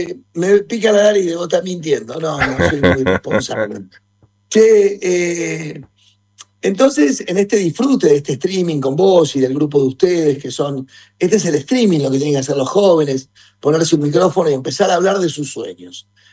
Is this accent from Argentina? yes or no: yes; Argentina; born there; la nación argentina, a la cual yo pertenezco y estoy muy orgulloso de pertenecer y amo a mi país, porque es karmáticamente es la tierra donde nacimos.